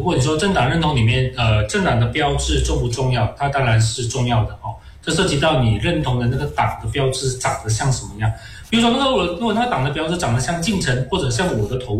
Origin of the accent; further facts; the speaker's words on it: Malaysia; 过去我们马来西亚人常常在华人群里面常常提到一首说